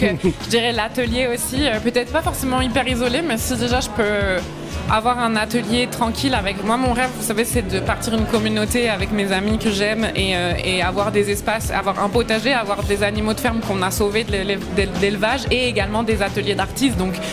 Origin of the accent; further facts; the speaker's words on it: France; accent: French; moved away; alors que j'ai vraiment un accent français de chez français.